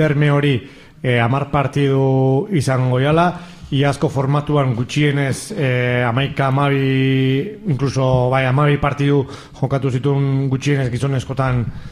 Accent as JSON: {"language": "Basque", "town": "Zarautz", "region": "Basque Country", "country": "Spain", "tie": "born or raised there", "said": "Zarauztar askok bizi izan duguna txikitan"}